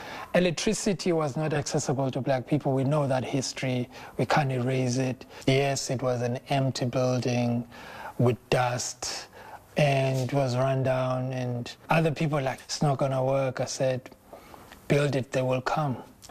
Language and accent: English; Makhanda, Eastern Cape, South Africa; Growing up in Makanda as an artist, hip-hop artist, and around 1996, we didn't have a place to perform.